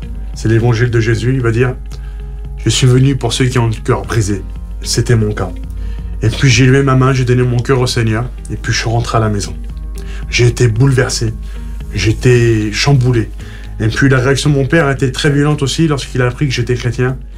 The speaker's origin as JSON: {"language": "French", "country": "Algeria", "said": "J'ai commencé à pratiquer ma religion islamique, le Coran, l'islam, parce que je suis algérien, donc j'étais musulman."}